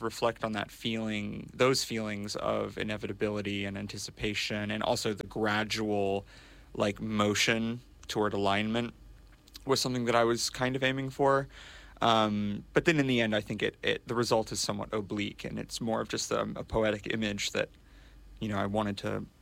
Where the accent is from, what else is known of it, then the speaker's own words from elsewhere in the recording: Texas, United States; moved away; I'm from Central Texas originally